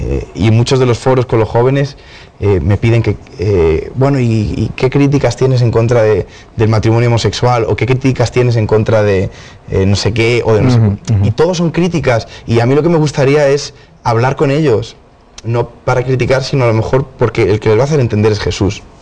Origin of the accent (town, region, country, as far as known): Spain